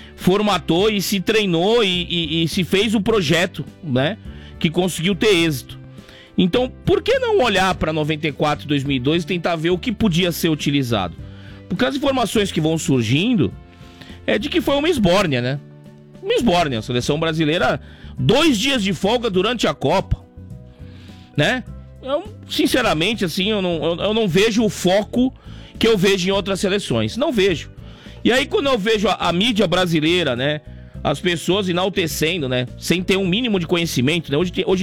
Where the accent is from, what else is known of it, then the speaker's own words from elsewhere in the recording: Brazil; Aquele negócio de falar que sou brasileiro com muito orgulho. Eu não tenho esse orgulho, não.